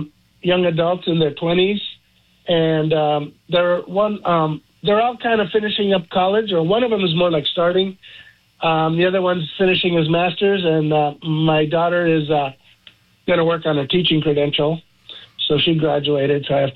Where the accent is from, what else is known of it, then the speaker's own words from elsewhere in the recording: Norwalk, California, United States; also born or lived in Harbor City, Los Angeles / San Pedro / Anaheim; now in Chula Vista, United States; Mostly, I grew up in Norwalk. That's what I remember. I grew up in Norwalk, and then I went to high school in Orange County in Anaheim.